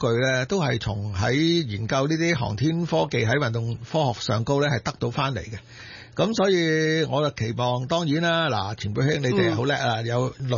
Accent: Hong Kong; 我们香港人

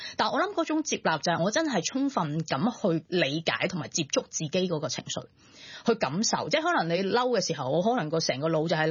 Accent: China; 其實我覺得 S 咧同一啲我哋中國人一啲傳統嘅哲學咧，其實係好似嘅。

